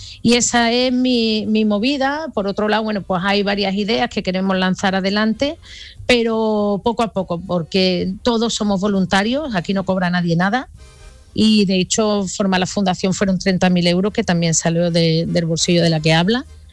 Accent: Andalusia, Spain; moved away; Voy a mi tierra un poquito.

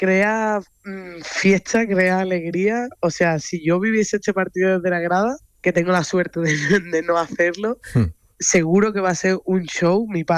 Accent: Seville, Andalusia, Spain; dos de Sevilla.

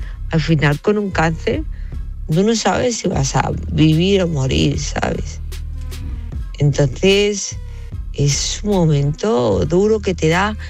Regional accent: Spain; Digo, no, pues soy española.

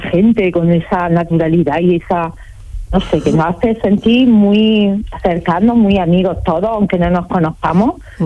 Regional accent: Jaén, Andalusia, Spain; Yo soy de Jaén. Me levanto muy temprano porque soy mamá de 2 mellizos también. Trabajo en el Ayuntamiento de Jaén.

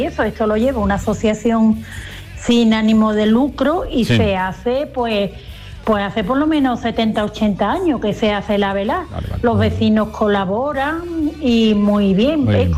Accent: Bollullos Par del Condado, Andalusia, Spain; desde Boyullo.

